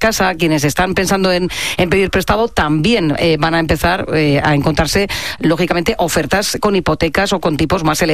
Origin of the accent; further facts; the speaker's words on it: Jumilla, Region of Murcia, Spain; desde mi tierra querida, desde Murcia, en Jumilla